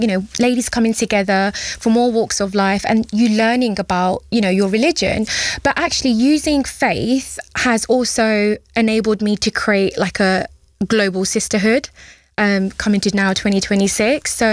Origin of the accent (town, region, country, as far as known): United Kingdom